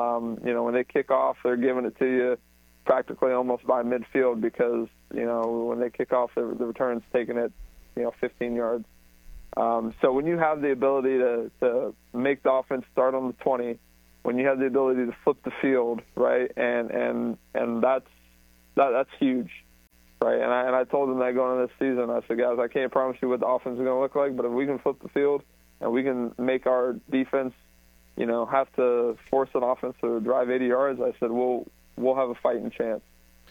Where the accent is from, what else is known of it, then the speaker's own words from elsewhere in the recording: Delray Beach, Florida, United States; wow, that's, you know, 2.5-3 hours away from where I grew up in Delray Beach.